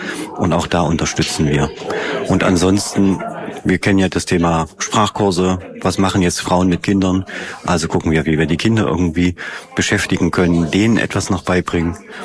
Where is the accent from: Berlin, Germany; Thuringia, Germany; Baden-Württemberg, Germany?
Thuringia, Germany; Saalfeld; ich komme aus Saalfeld